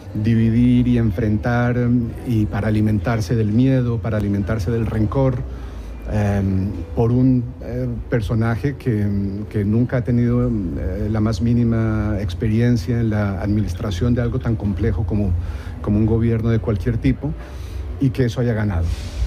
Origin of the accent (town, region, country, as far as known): Colombia; moved away